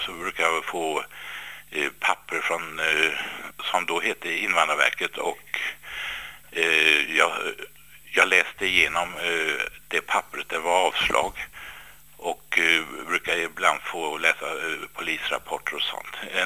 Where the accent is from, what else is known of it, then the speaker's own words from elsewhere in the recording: Värmland, Sweden; born there; Nej, Jag är född i Värmland. Min pappa är dansk och min mamma kom från Partille.